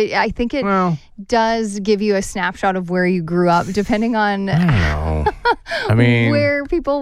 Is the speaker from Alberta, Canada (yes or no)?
yes; Alberta, Canada; Because again, I grew up in Northern Alberta.